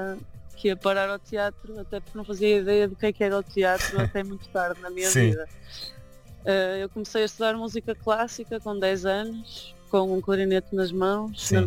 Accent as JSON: {"language": "Portuguese", "town": "Porto", "region": "Norte", "country": "Portugal", "said": "Como sou do Porto também, e que trabalho maioritariamente no Porto"}